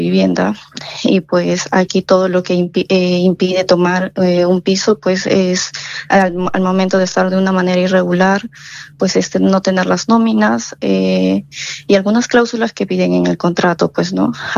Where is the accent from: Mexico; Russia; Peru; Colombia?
Peru; moved away as an adult; con la intención de buscar nuevas oportunidades, un mejor futuro para ellas, ya que mi país de origen es Perú.